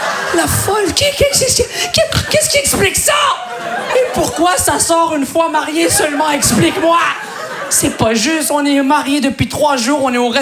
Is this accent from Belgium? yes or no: no; Quebec, Canada; elle est québécoise comme moi. On est nés au Québec, mais elle est d'origine syrienne.